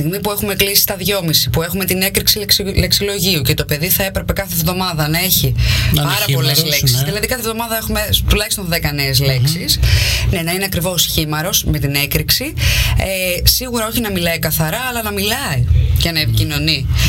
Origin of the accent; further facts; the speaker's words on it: Italy; Δηλαδή, εγώ είμαι Ιταλίδα και ο Στέργιος είναι από την Ελλάδα και έχουμε ένα παιδί, του μιλάμε και τις δύο γλώσσες.